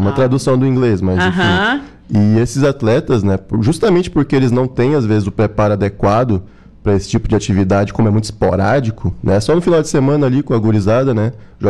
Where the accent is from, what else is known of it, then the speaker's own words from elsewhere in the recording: Porto Velho, Rondônia, Brazil; moved away as an adult; now in Araranguá, Brazil; Sou de Porto Velho, Rondônia.